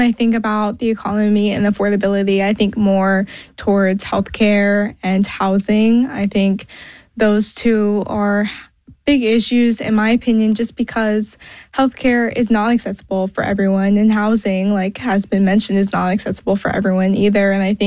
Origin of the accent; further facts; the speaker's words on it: Indianapolis, Indiana, United States; moved away as an adult; now in Cincinnati, United States; I'm from Indianapolis.